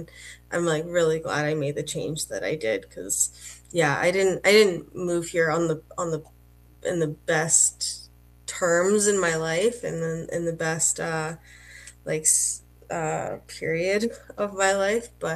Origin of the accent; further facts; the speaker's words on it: Victoria, British Columbia, Canada; when I came from Victoria to like Red Deer in Edmonton